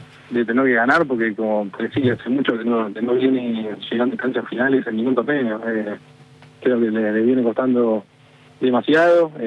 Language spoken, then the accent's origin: Spanish; Argentina; yo como argentino